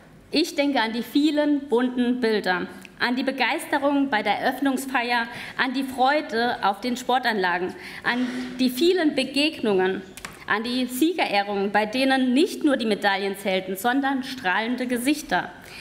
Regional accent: Saarland, Germany; Wir haben als Saarländerin gezeigt, wir leben Gemeinschaft über die Grenzen hinweg.

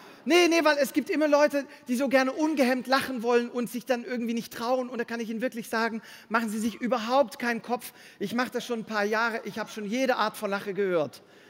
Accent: Belgium; wie der Programmtitel schon sagt, ich komme aus Belgien

